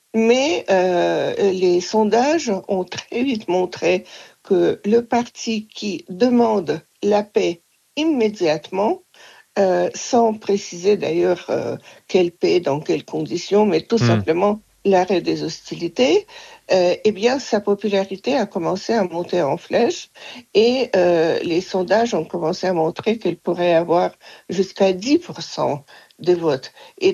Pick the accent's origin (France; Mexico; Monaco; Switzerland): France; also born or lived in Russia; comme chez nous en France